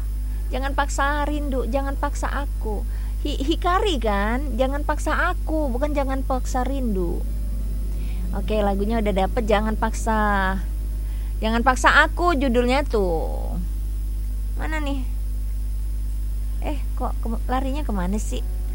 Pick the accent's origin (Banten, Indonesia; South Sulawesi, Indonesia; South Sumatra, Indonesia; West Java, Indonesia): South Sumatra, Indonesia; Palembang; Emang Mama tahu saya orang Palembang.